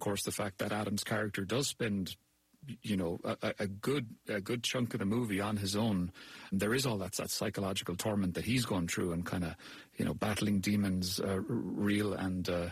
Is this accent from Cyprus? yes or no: no; Cork, Munster, Ireland; We even shot it where I grew up. So I'm from Cork, which is in the southwest of Ireland.